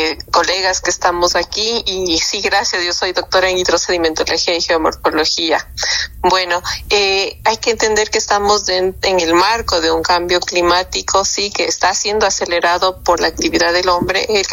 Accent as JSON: {"language": "Spanish", "country": "Ecuador", "said": "nosotros como sociedad ecuatoriana"}